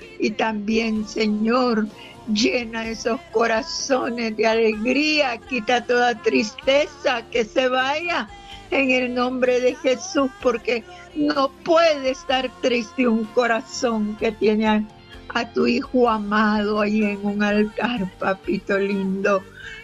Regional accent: El Salvador; así somos los salvadoreños

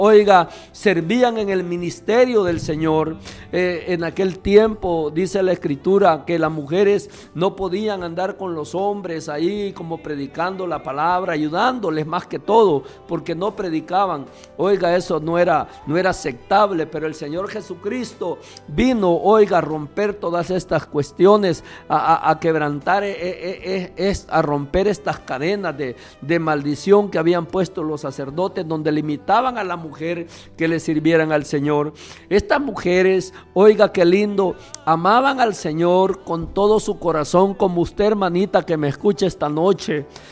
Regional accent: El Salvador

